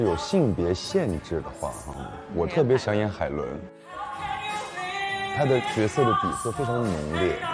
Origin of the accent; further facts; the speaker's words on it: China; 我们中国人用另外一种语言再去讲述另外一个国家的故事